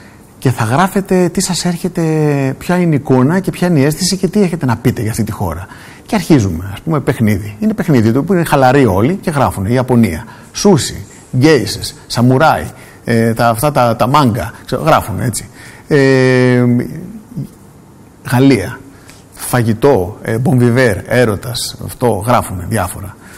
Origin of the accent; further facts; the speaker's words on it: Greece; ως Έλληνας σκηνοθέτης που κάνει αρχαίο θέατρο